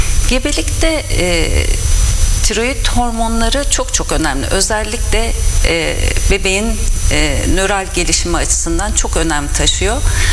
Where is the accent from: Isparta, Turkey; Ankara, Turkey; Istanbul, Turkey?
Ankara, Turkey; moved away as an adult; also born or lived in Kayseri; now in Aydın, Turkey; 1966 Ankara doğumluyum. İlk ve orta öğretimimi Ankara'da tamamladıktan sonra Erciyes Üniversitesi'nde tıp ihtisası yaptım. Ardından yan dal ve dahiliye ihtisasını Adnan Menderes Üniversitesi'nde Aydın'da tamamladım.